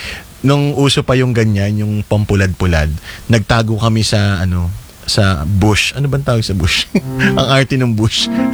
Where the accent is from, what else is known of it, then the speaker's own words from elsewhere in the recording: Quezon, Calabarzon, Philippines; Ang tawag sa amin sa Quezon na nagpupulad ng sabo.